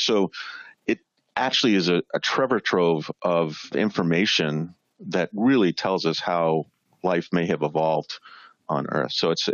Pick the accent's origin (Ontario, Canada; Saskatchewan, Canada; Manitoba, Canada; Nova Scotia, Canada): Manitoba, Canada; Wawanesa; moved away; So, Sarah, I'm originally from Canada. I grew up in a very small town of 500 people, a small town about 120 miles due west of Winnipeg, Manitoba, a place called Wawanisa. And obviously, in the middle of the countryside, very rural farming, and no lights.